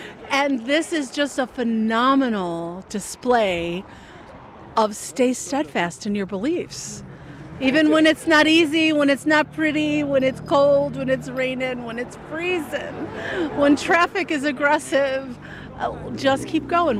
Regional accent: Staunton, Virginia, United States; from Stanton, Virginia.

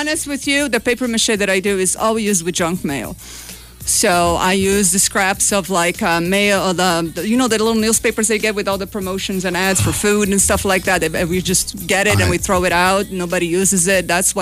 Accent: Brazil; English is a second language; moved away; I'm from Brazil.

